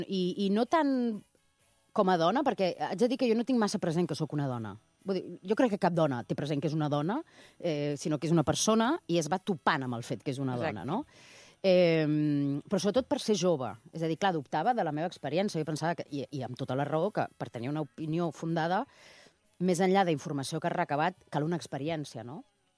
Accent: Barcelona, Catalonia, Spain; also born or lived in Oviedo; arribar aquí a Barcelona, a Catalunya, quan tenia un any. Llavors, el d'Oviedo sempre és anecdòtic, però no sóc d'Oviedo, realment. Ho poso el DNI i prou.

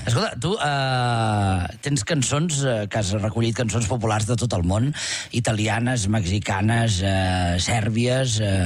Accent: Catalonia, Spain; jo sóc d'Osona

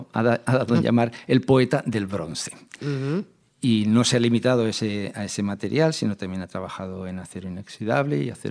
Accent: Canary Islands, Spain; born there; Tiene 5 hijos, 4 de los cuales nacimos en Canarias, cuando él fue destinado como catedrático de dibujo a la Universidad de La Laguna, para la Escuela de Magisterio.

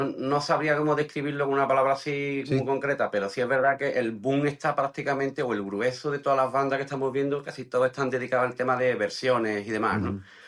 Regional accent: Jerez de la Frontera, Andalusia, Spain; De Jerez, de Jerez somos.

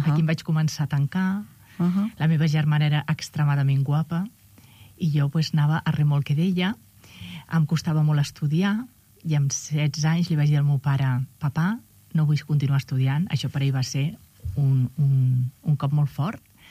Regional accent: Barcelona, Catalonia, Spain; born there; Doncs vaig néixer a Barcelona, ara farà 62 anys, a la zona de l'Eixample. Ara visc a les Corts.

